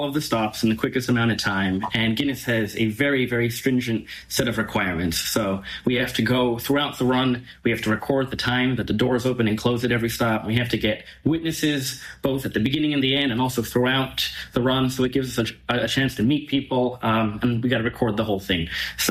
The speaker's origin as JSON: {"language": "English", "town": "New York City", "region": "New York", "country": "United States", "said": "So when I was a kid, I'm from New York City, and I discovered the New York City speed run."}